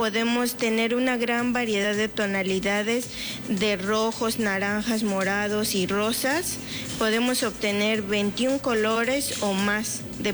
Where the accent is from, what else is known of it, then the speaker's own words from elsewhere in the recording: Teotitlán del Valle, Oaxaca, Mexico; first language Zapotec; Spanish is a second language; soy artesana textil de Teotitlán del Valle. Orgullosamente hablo de mi pueblo y hablamos una lengua materna que es el zapoteco.